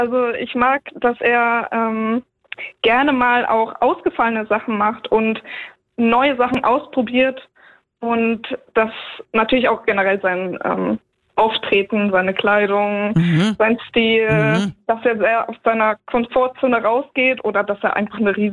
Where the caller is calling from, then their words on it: Cologne, North Rhine-Westphalia, Germany; Ich ruf aus Köln an.